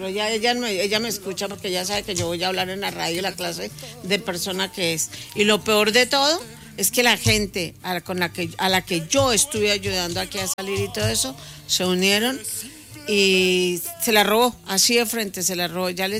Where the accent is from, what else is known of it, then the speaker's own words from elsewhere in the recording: Colombia; born there; moved away; yo soy colombiana, nací en Colombia y soy colombiana